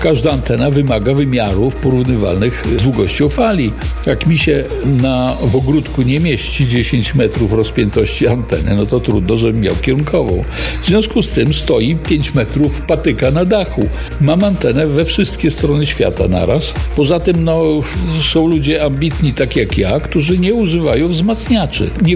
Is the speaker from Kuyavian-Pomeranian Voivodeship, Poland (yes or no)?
no; Biała Podlaska, Lublin Voivodeship, Poland; znalazł, że my z Białej Podlaskiej